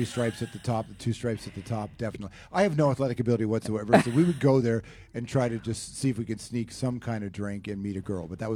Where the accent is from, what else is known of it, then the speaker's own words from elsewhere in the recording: Toronto, Ontario, Canada; So I grew up in Canada in the city of Toronto, in the suburbs in and around it, very immigrant heavy. So Toronto in my era, in the 70s and the 80s, was very immigrant based.